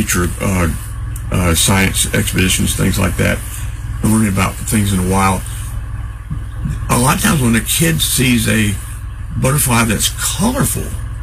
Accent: North Carolina, United States; Grew up in Ohio, I grew up in North Carolina.

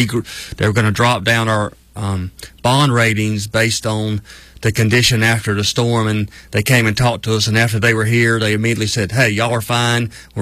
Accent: Clinton, North Carolina, United States; born there; also born or lived in Statesville, North Carolina / Cullowhee, North Carolina; I grew up in a little place called Clinton, North Carolina, down in Sampson County.

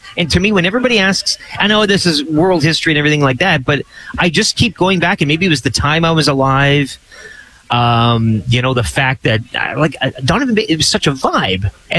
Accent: Canada; we are Canadian.

